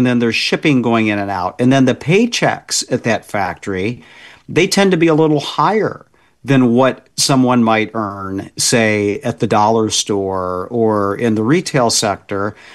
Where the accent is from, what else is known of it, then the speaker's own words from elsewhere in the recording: Indiana, United States; I was just back in my home state of Indiana and saw Lilly building a big factory outside of Indianapolis